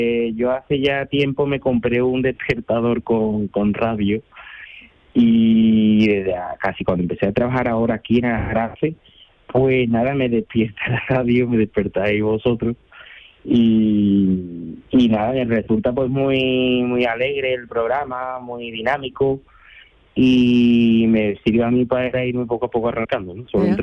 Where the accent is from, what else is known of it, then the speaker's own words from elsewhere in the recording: Seville, Andalusia, Spain; como soy de Sevilla, pues de la provincia.